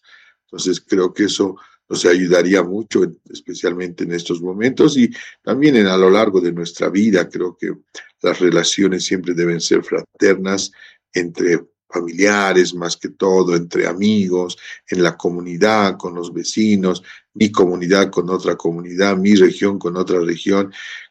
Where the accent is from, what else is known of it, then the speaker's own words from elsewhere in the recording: Bolivia; empecemos a pensar como país, somos Bolivia, todos somos bolivianos